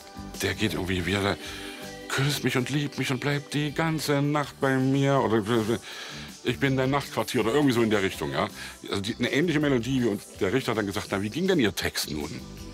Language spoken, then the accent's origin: German; East Germany, Germany; ein Lied über mein erstes Westauto, ich als Ossi.